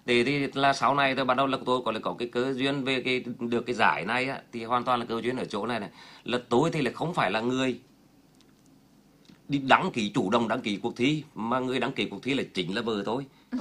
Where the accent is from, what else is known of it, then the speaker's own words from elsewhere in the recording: Vinh, Nghệ An, Vietnam; Tôi học từ cấp 1 cấp 3 ở Vinh mà, tôi đẻ ra ở Vinh.